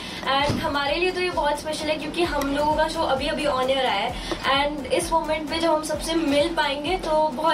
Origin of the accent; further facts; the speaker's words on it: Shimla, Himachal Pradesh, India; now in Mumbai, India; मैं शिमला से आती हूँ